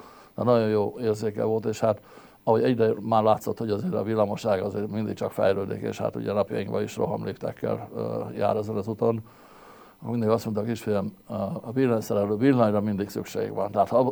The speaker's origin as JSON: {"language": "Hungarian", "town": "Győr", "region": "Győr-Moson-Sopron", "country": "Hungary", "tie": "born or raised there", "said": "Nem, én Győrben születtem, és Győrben jártam iskolába."}